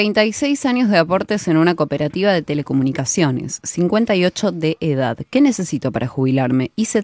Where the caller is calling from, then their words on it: La Plata, Buenos Aires Province, Argentina; de La Plata, soy jubilado docente universitario